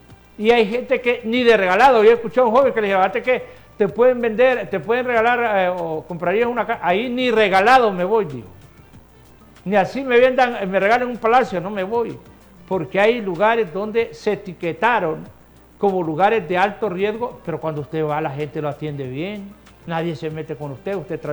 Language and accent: Spanish; Honduras; Yo se lo digo como ciudadano, como hondureño